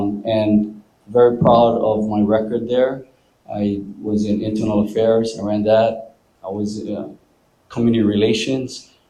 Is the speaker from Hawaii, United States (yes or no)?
yes; Hilo, Hawaii, United States; moved away as an adult; now in Kauai, United States; I tell you a little bit about myself. I'm born and raised in Hilo. I came here in the late, 1998.